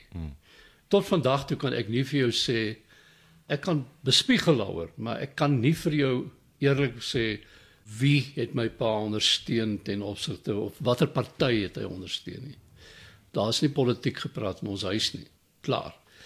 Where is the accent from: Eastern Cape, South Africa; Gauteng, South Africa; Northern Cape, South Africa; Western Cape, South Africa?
Western Cape, South Africa; born there; Ek is gebore in die Kaap. Ons het op Langebaan weg op die lugmagbasis. Daai tyd die lugmagstasie Langebaan weg gebly tot aan die einde van my eerste kwartaal van skool. Toe is ons verplaas.